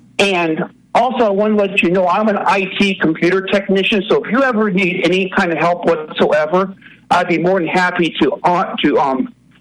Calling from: Ohio, United States; from Ohio.

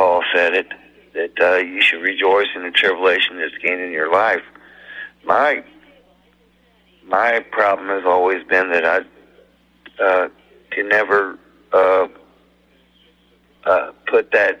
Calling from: Ludlow, Kentucky, United States; I'm calling from Ludlow, Kentucky. I listen to you on the Cincinnati station here. I've listened to you a long time.

